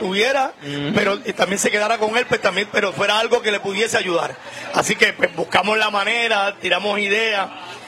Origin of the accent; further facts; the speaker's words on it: Cabo Rojo, Puerto Rico; also born or lived in New York; Yo soy de Cabo Rojo, ¿sí? Nací en Nueva York. Tenía 3 años cuando mis papás me trajeron para Cabo Rojo.